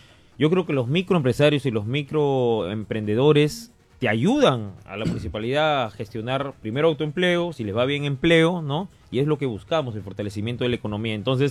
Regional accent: Castilla, Piura, Peru; also born or lived in Lima; Yo nací en Lima. Un día como hoy hace 38 años, a la edad de 8 años vine aquí a mi querido Castilla, 30 años estudiando, luchando.

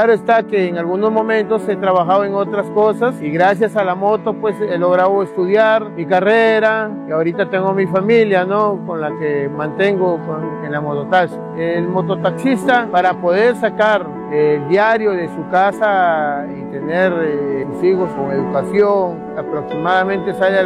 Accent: Piura, Peru; vengo de la ciudad de Piura.

